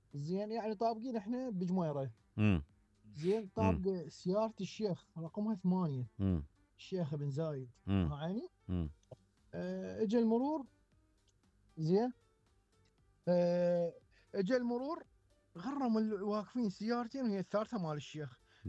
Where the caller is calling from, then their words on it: Iraq; قلت له انا من العراق وخطار